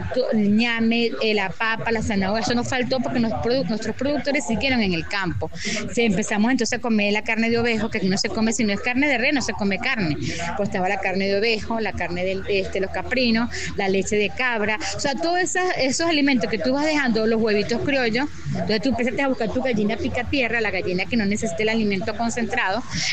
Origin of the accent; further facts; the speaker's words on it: Venezuela; a veces los venezolanos somos como, porque tienen una mala impresión nuestra, ¿verdad? Pero nosotros somos hijos de Bolívar